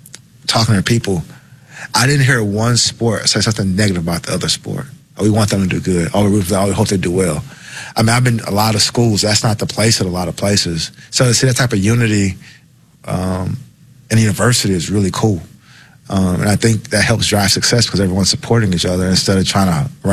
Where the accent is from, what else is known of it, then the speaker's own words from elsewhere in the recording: the South, United States; and I'm from the South too. Like, you got to think, like, I've grown up in the South my entire life.